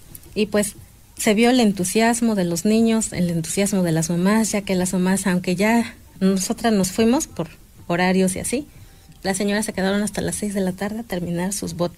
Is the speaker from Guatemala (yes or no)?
no; Soyatl, Mexico; En mi comunidad, ven que les he dicho que yo vengo de Soyatl